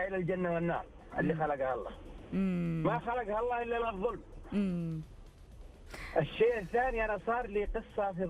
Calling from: Riyadh, Riyadh Province, Saudi Arabia; من الرياض.

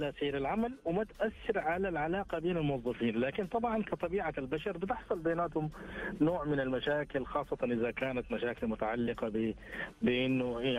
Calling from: Riyadh, Riyadh Province, Saudi Arabia; من الرياض.

